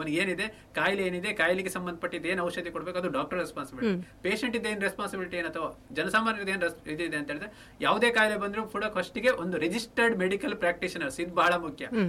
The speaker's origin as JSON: {"language": "Kannada", "area": "Dakshina Kannada district", "region": "Karnataka", "country": "India", "said": "ನಮ್ಮ ದಕ್ಷಿಣ ಕನ್ನಡ ಜಿಲ್ಲೆಯಲ್ಲಿ"}